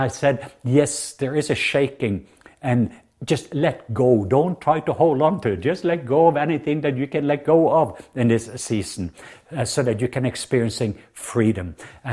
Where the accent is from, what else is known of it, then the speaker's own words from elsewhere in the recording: Norway; English is a second language; now in Atlanta, United States; Some of you thought that I had a southern accent, and that's correct, because I'm from the southwest part of Norway, so I'm a true southerner. And I live here in Atlanta